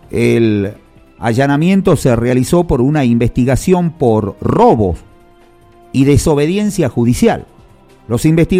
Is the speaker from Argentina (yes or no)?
yes; Salta, Argentina; Qué irresponsables que somos los salteños, ¿no?